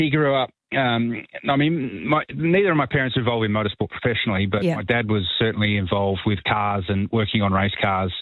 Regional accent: Perth, Western Australia, Australia; So I'd been playing AFL footy as a young kid, as you do growing up in Perth. It's an AFL town.

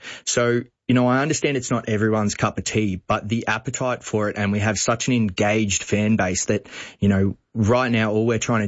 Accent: Bacchus Marsh, Victoria, Australia; Yeah, I'm from Bacchus Marsh, and kickboxing's obviously very big in the western suburbs.

